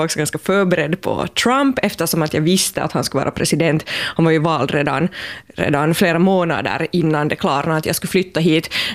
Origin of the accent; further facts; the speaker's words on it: Finland; moved away as an adult; now in United States; hemma i Finland